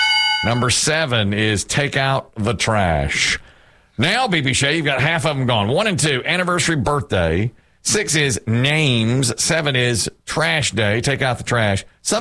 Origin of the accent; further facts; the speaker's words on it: Asheboro, North Carolina, United States; We're from Ashboro.